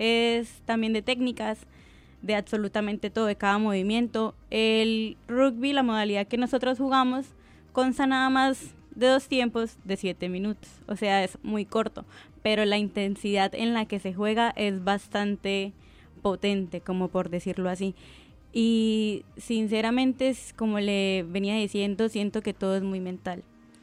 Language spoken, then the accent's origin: Spanish; Bolívar, Colombia; now in Cúcuta, Colombia